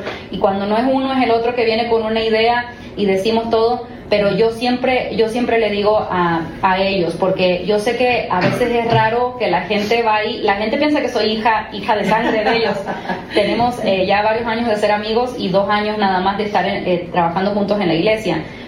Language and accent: Spanish; Argentina; Soy argentina.